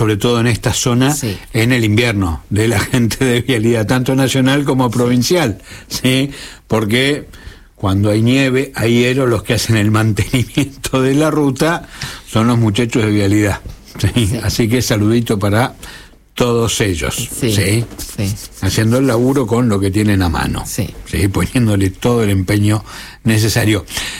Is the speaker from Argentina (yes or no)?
yes; Argentina; una efeméride propia de nuestro país